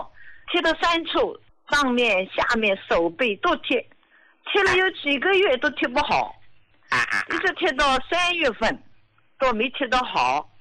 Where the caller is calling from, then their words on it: Jiangsu, China; 我今年73岁，我是江苏的。